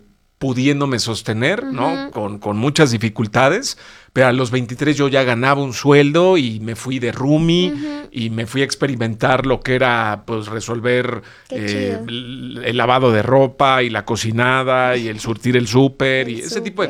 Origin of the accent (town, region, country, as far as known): Mexico